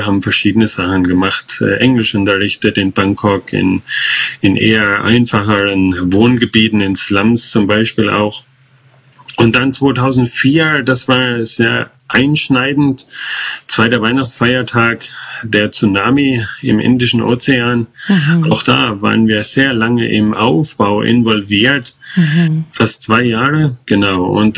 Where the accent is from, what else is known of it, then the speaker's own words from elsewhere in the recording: Central Germany, Germany; born there; Ich komme hier gebürtig aus der Mitte von Deutschland. Vielleicht hört man das auch ein bisschen an meinem Akzent.